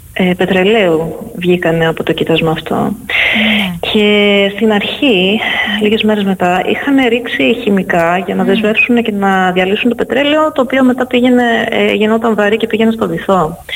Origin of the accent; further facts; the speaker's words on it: Netherlands; Είμαι από την Ολλανδία.